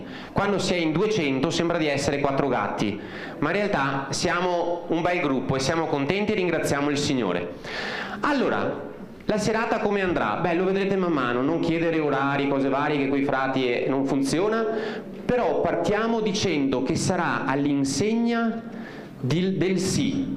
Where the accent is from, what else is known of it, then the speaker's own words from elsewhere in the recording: Veneto, Italy; also born or lived in Todi; now in Santa Maria degli Angeli, Italy; Io sono a Santa Maria da settembre, venivo da Todi, anche se sono veneto, la parlata mi tradisce